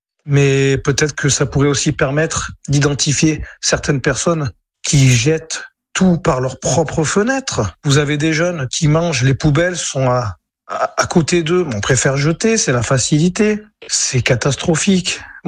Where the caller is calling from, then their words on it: Valence, Auvergne-Rhône-Alpes, France; j'ai 38 ans, je vis à Valence.